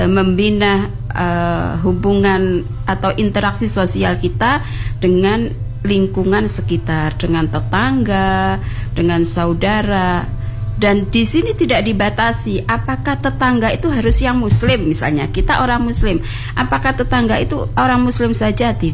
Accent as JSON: {"language": "Indonesian", "country": "Indonesia", "said": "Kita orang Indonesia, suku apapun, ya, agama apapun"}